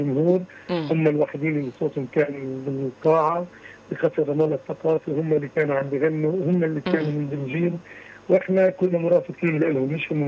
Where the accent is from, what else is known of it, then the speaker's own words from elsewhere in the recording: Palestine; إحنا كشعب فلسطيني بالغناء بالصوت الفلسطيني